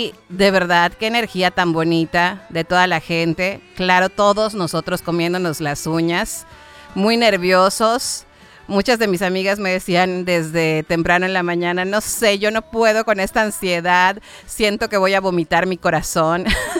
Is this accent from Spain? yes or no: no; Mexico; que no solo ellos, sino nosotros como mexicanos lo dejamos todo, absolutamente todo.